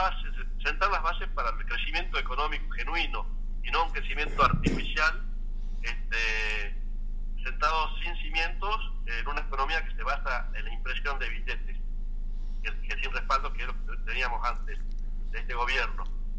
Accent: Argentina; los argentinos

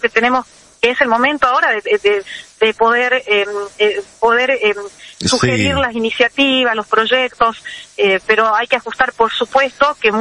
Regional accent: Argentina; Estamos, sí, obviamente, como argentinos

